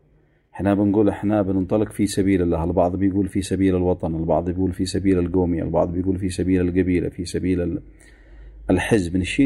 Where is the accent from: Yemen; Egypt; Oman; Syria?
Yemen; كنا كيمنيين مجهولين حتى عند أنفسنا